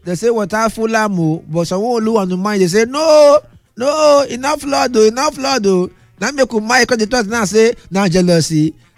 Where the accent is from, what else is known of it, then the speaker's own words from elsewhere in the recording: Nigeria; I'm talking as a Nigerian, a concerned Nigerian for that matter.